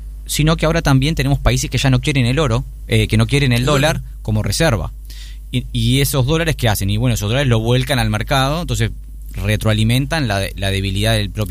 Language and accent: Spanish; Uruguay